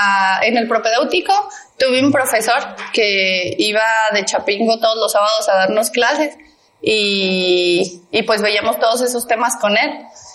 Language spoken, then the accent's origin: Spanish; San Luis Potosí, Mexico; moved away as an adult; also born or lived in Tamaulipas; toda mi vida crecí en la Huasteca Potosina y Tamaulipeca.